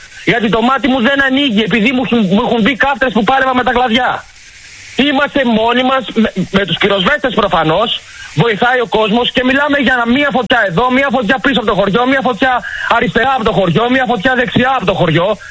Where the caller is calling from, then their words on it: Xironomi, Central Greece, Greece; ξαναγυρνάω στο χωριό μου.